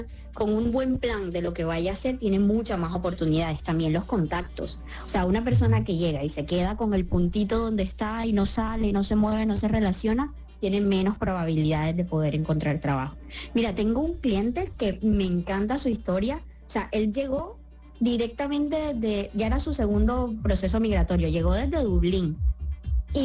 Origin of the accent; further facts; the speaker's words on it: Colombia; como colombiano, uno decora las palabras y se echa 3 años para decir una cosa. Aquí es directo, seco.